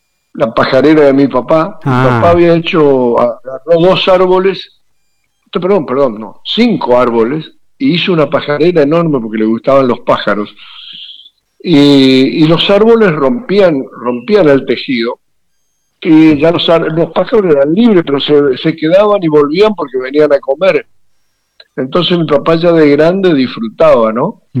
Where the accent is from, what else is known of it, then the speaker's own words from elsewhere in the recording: Bella Vista, Corrientes, Argentina; also born or lived in Buenos Aires; nosotros, mi hermana Amelia y yo, nacimos aquí en Buenos Aires y nos vinieron a tener acá, estuvimos 3 días y después nos llevaron en la balsa de nuevo